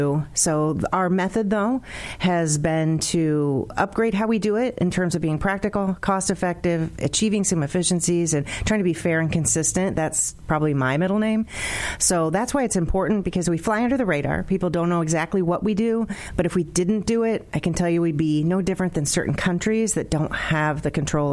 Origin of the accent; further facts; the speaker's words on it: Fort Wayne, Indiana, United States; So I'm born and raised in Fort Wayne. I went to Wayne High School. I went to college at IU. Go Hoosiers.